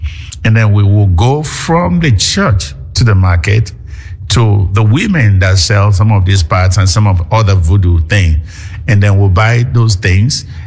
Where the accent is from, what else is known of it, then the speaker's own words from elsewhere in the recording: Nigeria; I was born in Nigeria in 1953 into a family who believe in God. We go to church. We belong to Anglican church.